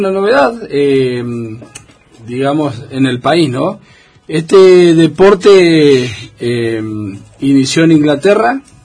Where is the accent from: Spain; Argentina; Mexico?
Argentina; Córdoba; also born or lived in Esquel; no voy a usar el término porque lo usamos mucho en Córdoba